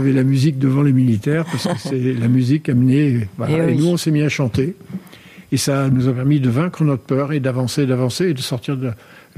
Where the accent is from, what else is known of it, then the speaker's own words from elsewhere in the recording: Provence-Alpes-Côte d'Azur, France; Bon, pour des tas de raisons, je me suis retrouvé pensionnaire à Aix-en-Provence. Donc là, j'ai quitté la Camargue, j'ai découvert...